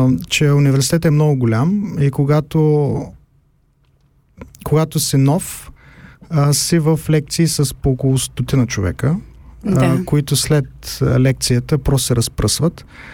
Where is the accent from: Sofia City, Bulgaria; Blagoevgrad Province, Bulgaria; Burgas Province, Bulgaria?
Burgas Province, Bulgaria; Burgas; moved away as an adult; also born or lived in Germany; now in Zurich, Switzerland; родом съм от Бургас. Завърших ПМГ, природо-математическа гимназия в Бургас. След гимназията отидах да уча в Германия. Там завърших бакалавър. В Германия поработих малко след това. И след това дойдох в Швейцария